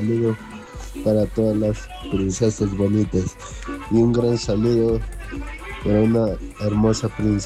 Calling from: Peru

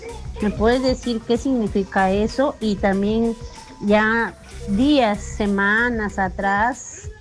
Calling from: Chiclayo, Lambayeque, Peru; Soy de aquí, de Chiclayo.

